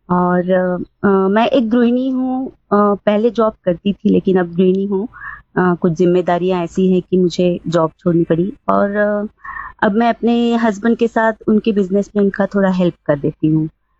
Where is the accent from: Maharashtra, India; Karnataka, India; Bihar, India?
Maharashtra, India; Pune; मैं महाराष्ट्र पुणे से हूँ।